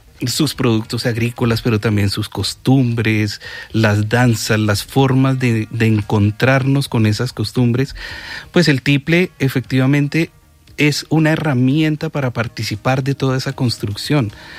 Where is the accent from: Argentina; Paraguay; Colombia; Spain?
Colombia; lo que somos nosotros como colombianos